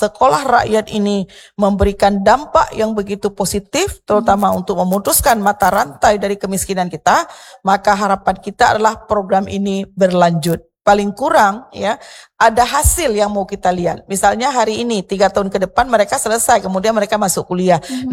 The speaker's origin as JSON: {"language": "Indonesian", "region": "Aceh", "country": "Indonesia", "said": "kita Aceh Besar"}